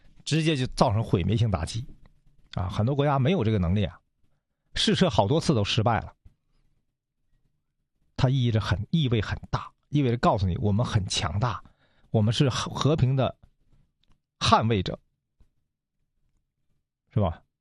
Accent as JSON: {"language": "Chinese", "country": "China"}